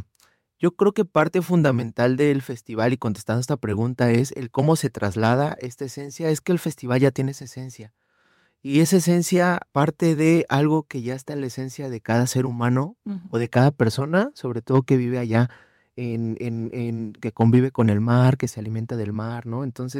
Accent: Mexico; Yo no vivo allá, yo soy de aquí de México

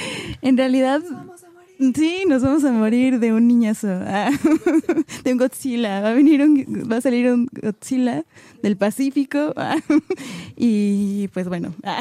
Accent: Mexico

